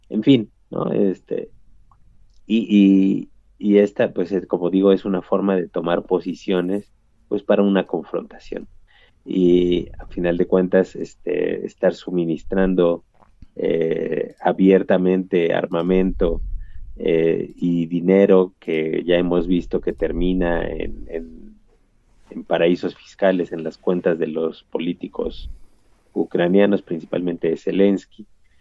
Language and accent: Spanish; Mexico